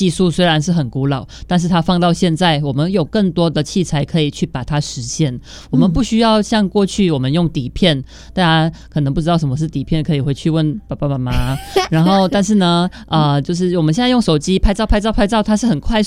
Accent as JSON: {"language": "Chinese", "country": "Malaysia", "tie": "born or raised there", "moved": "as an adult", "lives_now": "Taiwan", "said": "因为我是马来西亚人，马来西亚是世界三大热带雨林的其中之一，那就是婆罗洲。那其实我从小就跟花花草草一起生活，一起长大，"}